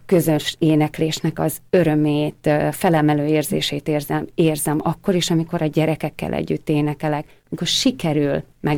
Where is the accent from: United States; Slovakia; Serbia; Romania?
Slovakia; Southern Slovakia; mi itt például a Felvidéken, vagy akár nagy nemzetként is, magyarként meg tudjunk maradni.